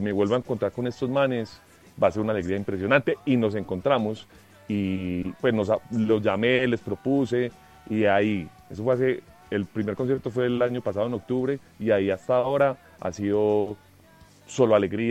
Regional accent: Medellín, Antioquia, Colombia; somos de Medellín, que no me note pues el acento

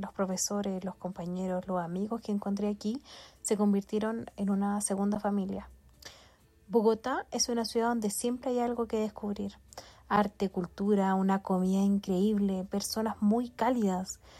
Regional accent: Chile; moved away as an adult; soy mamá, soy chilena

